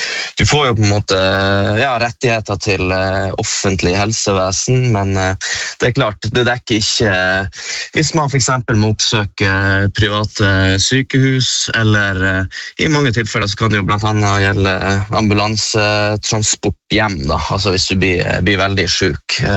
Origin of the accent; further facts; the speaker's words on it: Northern Norway, Norway; Det skjønner man jo også som nordlending at det er jo godt å trekke til varmere reisemål og sånn.